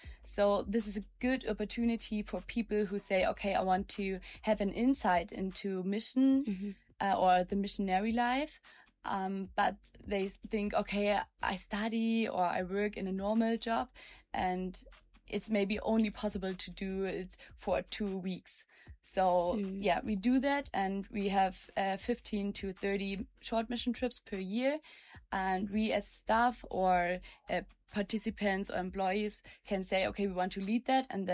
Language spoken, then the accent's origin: English; southwest Germany, Germany; I'm 25 years old and I come from Germany, from the Southwest.